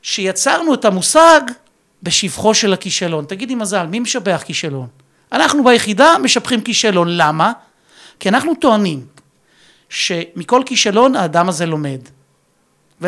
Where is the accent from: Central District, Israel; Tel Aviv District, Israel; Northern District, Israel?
Central District, Israel; Rishon LeZion; אני נולדתי ברמת אליהו, שזו שכונה של ראשון. שכונה שהיא בעצם דומה מאוד לעיר אופקים. גם במבנה של האוכלוסייה שלה.